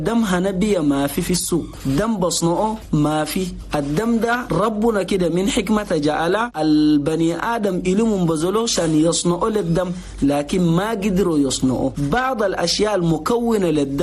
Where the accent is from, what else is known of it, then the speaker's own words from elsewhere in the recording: Chad; نقول لأخواننا المواطنين جميعا في بلد بلدنا تشاد صحيح أنين قاعدين نواجه مشكلة.